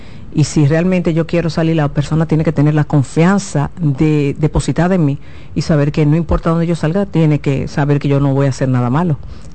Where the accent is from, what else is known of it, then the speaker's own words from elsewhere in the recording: Dominican Republic; Como buena dominicana soy muy puntual